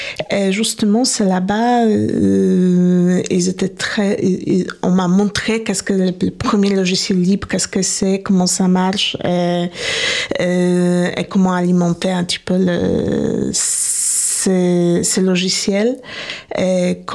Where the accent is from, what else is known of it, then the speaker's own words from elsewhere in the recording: Poland; je suis polonaise d'origine